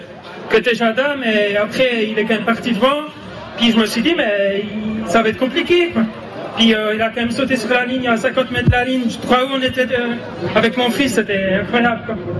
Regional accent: Switzerland; De Suisse, à côté du Jura.

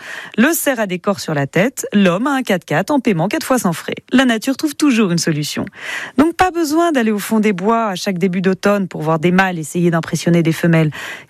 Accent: Bordeaux, Nouvelle-Aquitaine, France; born there; moi personnellement, je suis bordelais de naissance.

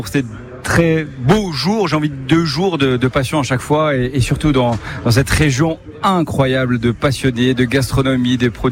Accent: Grand Est, France; jusqu'à chez moi en Alsace

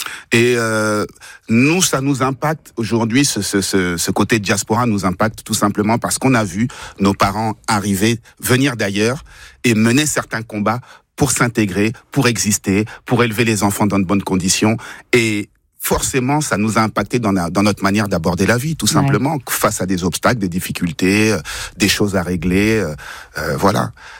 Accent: Sarcelles, Île-de-France, France; born there; Moi je suis né à Sarcelles

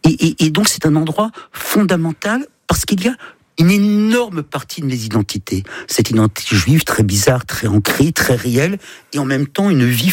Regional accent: France; Je suis français, je suis donc comptable de cela, de ce que mon pays, mon peuple, ma patrie, indissociable de moi-même, la France a pu faire au long de son histoire.

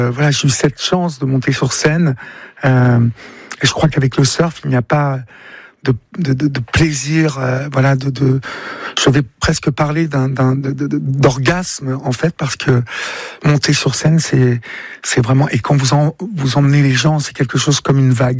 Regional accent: Évreux, Normandy, France; moved away as an adult; c'est que j'ai grandi à Évreux, et Évreux est une ville extrêmement compliqué.

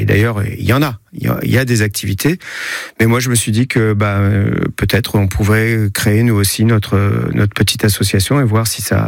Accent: Paris, Île-de-France, France; je viens de Paris, j'ai passé 40 ans à Paris, j'étais prof d'histoire géo à Paris et je suis devenu prof d'histoire géo dans le Gard. On est arrivé en 2011, donc ça fait 15 ans.

